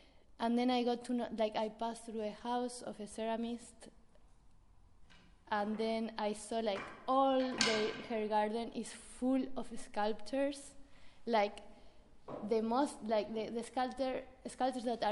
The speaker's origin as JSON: {"language": "English", "country": "Argentina", "second_language": "English", "said": "I'm a ceramist. I'm here. I'm from Argentina, and I would like to meet you."}